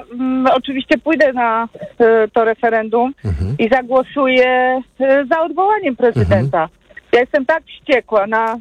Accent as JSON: {"language": "Polish", "town": "Kraków", "region": "Lesser Poland", "country": "Poland", "said": "Ja jestem krakowianką"}